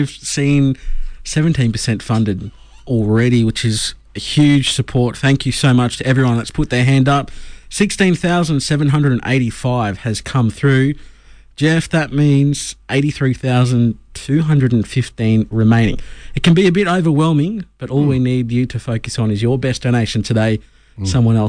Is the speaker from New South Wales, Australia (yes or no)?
yes; Sydney, New South Wales, Australia; born there; I was born in Sydney.